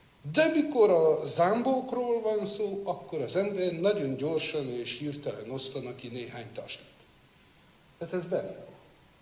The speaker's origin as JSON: {"language": "Hungarian", "region": "Székely Land", "country": "Romania", "said": "Én székelyföldi vagyok"}